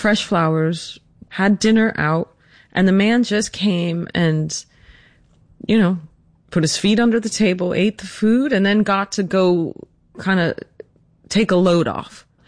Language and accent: English; Greenwich, Connecticut, United States; What I saw growing up in Greenwich, Connecticut, in the 80s and 90s, when Greenwich was truly the bedroom town of Wall Street